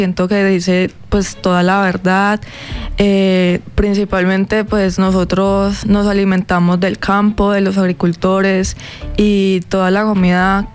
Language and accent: Spanish; Cali, Valle del Cauca, Colombia; now in Pereira, Colombia; Sí, soy de Cali y actualmente vivo en Pereira.